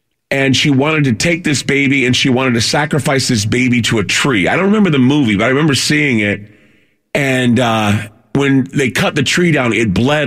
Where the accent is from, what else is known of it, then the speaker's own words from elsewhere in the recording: Utah, United States; There was a tree when I grew up in Utah, there was a tree where it was on this street